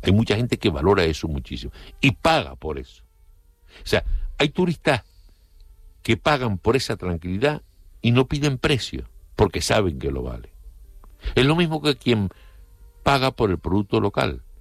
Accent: Canary Islands, Spain; Como canario, o sea, y esto tiene que hacérselo ver los responsables públicos.

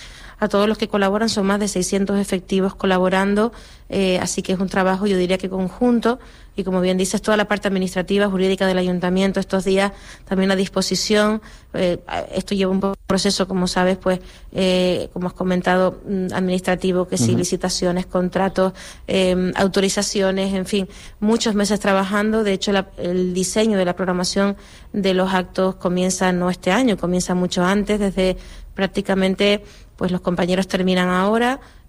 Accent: Candelaria, Canary Islands, Spain; de mi pueblo Nigueste, en la Trinidad

